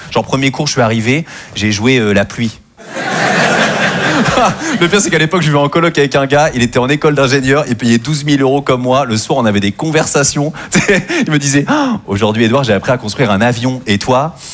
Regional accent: Normandy, France; En plus, moi, j'ai eu beaucoup de mal quand je suis arrivé au cours Florent à Paris, parce que moi, je viens de Normandie

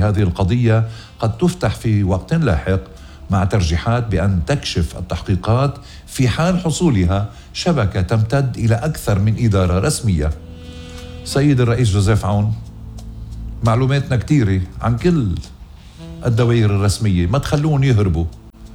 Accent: Lebanon; الله يحمي وطننا لبنان.

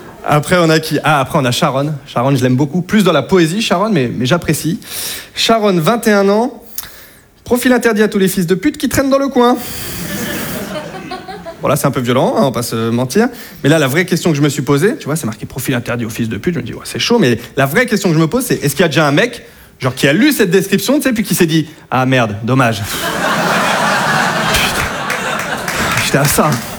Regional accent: Hauts-de-France, France

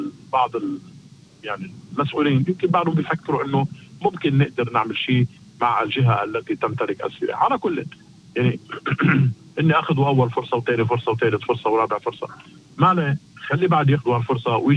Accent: Lebanon; نحن كلبنانيين

